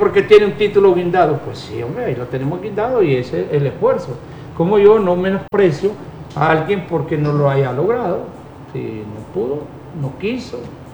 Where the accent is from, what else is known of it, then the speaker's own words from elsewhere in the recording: Comayagüela, Francisco Morazán, Honduras; now in Tegucigalpa, Honduras; yo soy de Comayagüela.